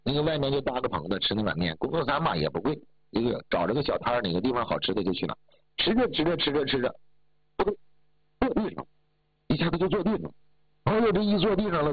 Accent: Heilongjiang, China; 你看我东北的，我黑龙江的

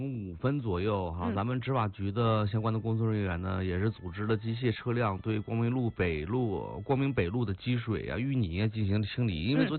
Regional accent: China; 可能我们中国人那个骨子里的根儿就是这样的。

